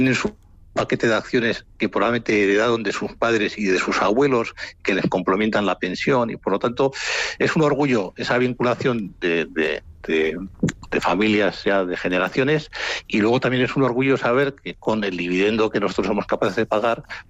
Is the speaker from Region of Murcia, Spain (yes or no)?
no; Bilbao, Basque Country, Spain; como soy de Bilbao